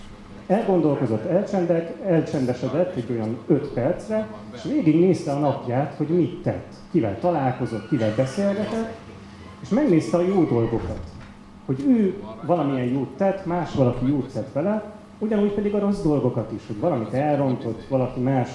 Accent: Miskolc, Borsod-Abaúj-Zemplén, Hungary; Én jezsuitáknál nevelkedtem jó sok éven keresztül, tehát én Miskolcon jezsuitáknál végeztem

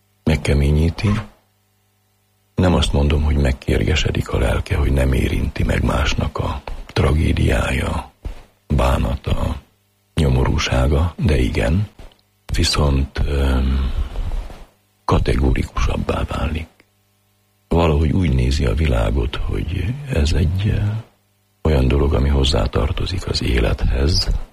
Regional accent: Păușa, Bihor, Romania; Bihar megyében Poklostelken nevelkedtem. Földművelő paraszt emberek gyermeke vagyok. Nagyon szép gyerekkorom volt. Nagy szüleim imádtak. Én is őket. Sokat voltam náluk. Egy poros kisfalu az. Akkor még teljesen magyar falu volt. Nem is tudott ott más nyelven senki.

